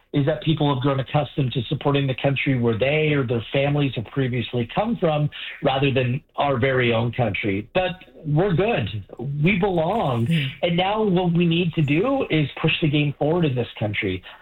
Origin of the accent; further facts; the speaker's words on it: Canada; Well, just being a Canadian